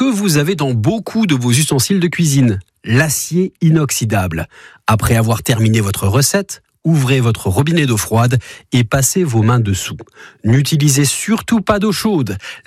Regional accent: Grand Est, France; Et par chez nous, en Alsace, on a tendance à mettre la dose en ail.

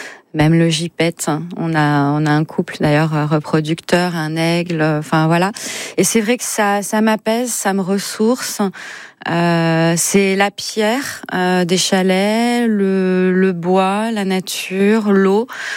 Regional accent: Auvergne-Rhône-Alpes, France; Je suis savoyarde, donc forcément la montagne c'est mon truc.

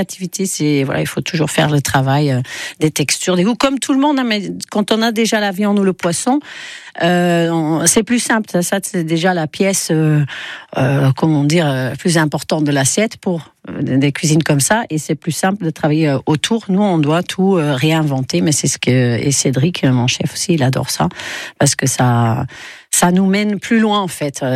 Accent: Ghent, Flanders, Belgium; accent: Belgian; moved away; je suis de Gand.

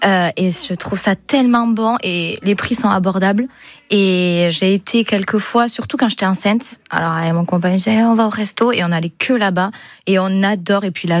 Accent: Bidarray, Nouvelle-Aquitaine, France; j'ai grandi à Bidaraï et on n'était pas loin du Bastin.

